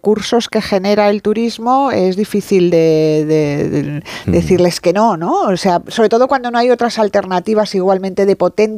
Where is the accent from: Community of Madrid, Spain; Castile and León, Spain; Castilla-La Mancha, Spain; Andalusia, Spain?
Community of Madrid, Spain; Madrid; Bueno, yo es que como soy de Madrid, yo Madrid lo tengo que celebrar todos los días.